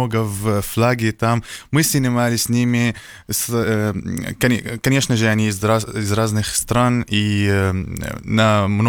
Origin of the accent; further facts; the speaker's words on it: Syria; Russian is a second language; now in United Arab Emirates; я из Сирии, живу в Эмиратах.